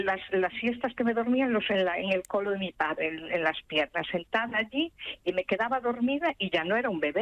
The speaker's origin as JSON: {"language": "Spanish", "town": "Filgueira", "region": "Galicia", "country": "Spain", "tie": "born there", "said": "yo nací en Filgueira, en la provincia de Pontevedra."}